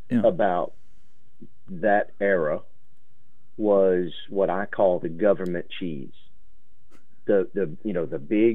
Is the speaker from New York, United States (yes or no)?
no; Florida, United States; See, I grew up in Florida